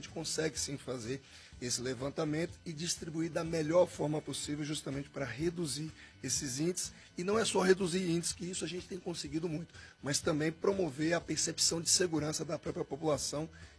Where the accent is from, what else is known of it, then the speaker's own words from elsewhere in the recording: Salvador, Bahia, Brazil; now in Brasília, Brazil; eu mesmo vim de outro estado, de outra cidade, de onde eu fui criado, e de Salvador, Bahia.